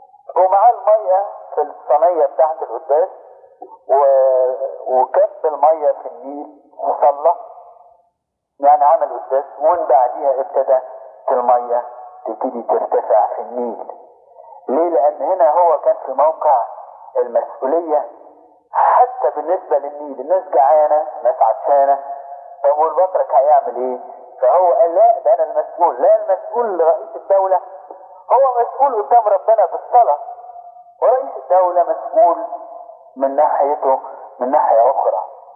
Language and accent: Arabic; Egypt; انما التاريخ عندنا في مصر هنا